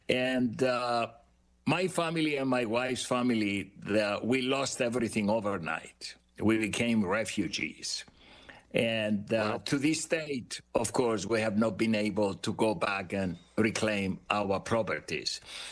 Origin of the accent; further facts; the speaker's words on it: Cyprus; was born on the island of Cyprus. I'm Greek Cypriots. Actually, my wife and I were both Greek Cypriots. We grew up in Cyprus.